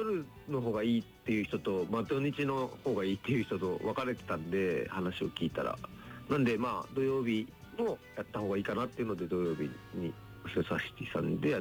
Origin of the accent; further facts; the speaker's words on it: Mito, Ibaraki, Japan; 自分のふるさとでもある水戸